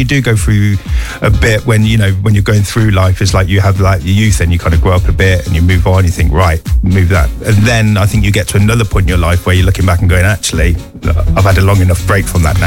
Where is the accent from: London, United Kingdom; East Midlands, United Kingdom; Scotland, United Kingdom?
East Midlands, United Kingdom; So I was from the East Midlands.